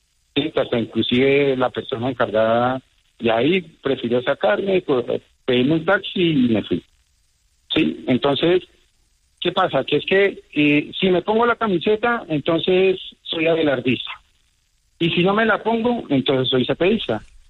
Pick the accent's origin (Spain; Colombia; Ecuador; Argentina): Colombia